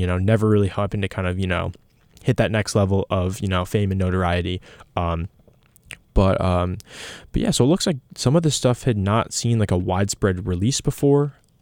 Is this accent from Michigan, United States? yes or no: yes; Michigan, United States; It'll take me from my hometown, which is Southeast Michigan, to up to Traverse City, Leelanau Peninsula, and then up into the Upper Peninsula